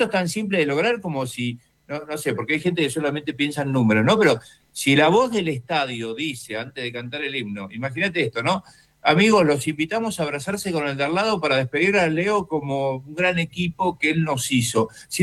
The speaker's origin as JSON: {"language": "Spanish", "country": "Argentina", "said": "tiene que ver con lo que estamos viviendo como argentinos, ¿no?"}